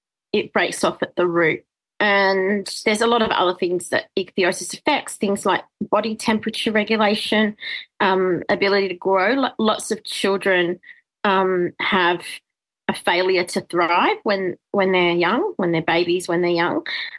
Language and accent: English; Australia; So they arrived here in January, I think, of 1981, and I was born later that year in December. And so I identified as very Australian, I think.